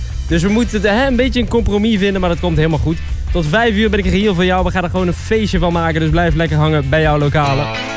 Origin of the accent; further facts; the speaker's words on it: Netherlands; Maar tegelijkertijd moeten we ook natuurlijk niet te veel zeuren als Nederlanders zijnde.